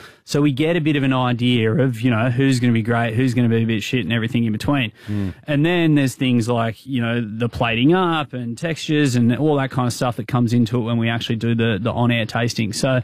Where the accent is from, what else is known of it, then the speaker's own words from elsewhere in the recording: Maitland, New South Wales, Australia; I grew up in Maitland, a country town.